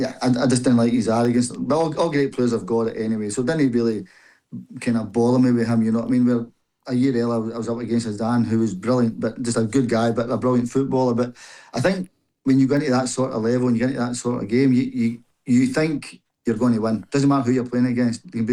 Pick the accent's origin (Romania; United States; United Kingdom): United Kingdom; Scotland; moved away; I'd like to come back and see it because it's where I was born.